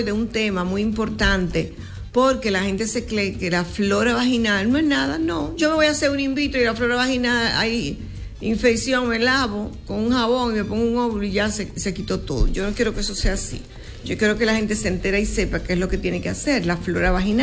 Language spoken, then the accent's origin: Spanish; Dominican Republic; los dominicanos somos dominicanos donde quiera